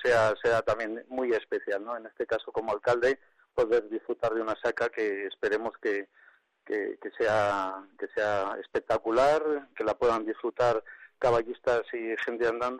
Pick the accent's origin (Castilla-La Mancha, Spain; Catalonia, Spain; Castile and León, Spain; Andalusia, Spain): Castile and León, Spain; Soria; soy un sanjuanero que le encanta la saca, que es el día más más preciado por mí